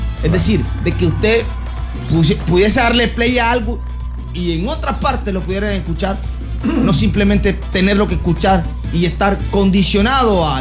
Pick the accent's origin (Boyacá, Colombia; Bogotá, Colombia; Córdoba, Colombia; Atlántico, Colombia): Córdoba, Colombia; Montería; No, yo soy de Montería.